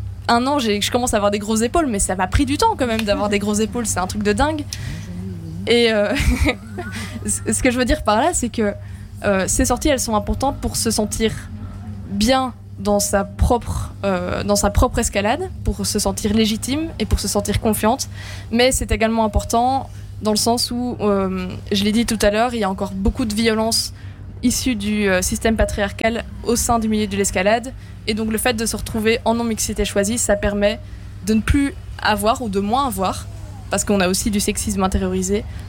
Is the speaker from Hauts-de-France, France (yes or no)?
no; Fontainebleau, Île-de-France, France; moi je viens de Fontainebleau et là-bas je fais des sorties effectivement en non-mixité choisie, donc avec Girls in Blue qui est une association montée par Caroline Sino.